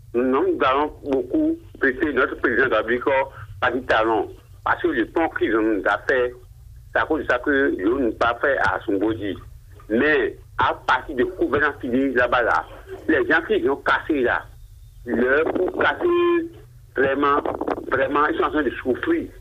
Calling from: Ouidah, Atlantique, Benin; Je vous appelle de Ouida, quartier Sobadi.

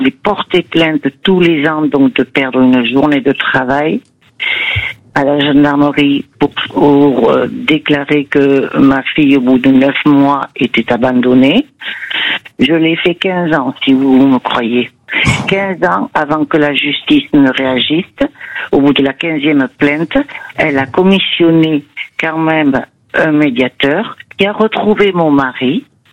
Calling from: Nouvelle-Aquitaine, France; je suis de la Gironde.

